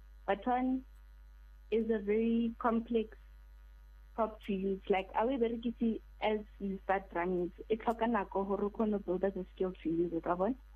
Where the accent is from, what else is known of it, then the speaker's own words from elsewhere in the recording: Centurion, Gauteng, South Africa; I'm from Centurion in Dutchfield.